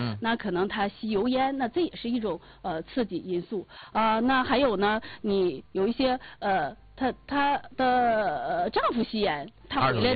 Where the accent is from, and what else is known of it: Northeast China, China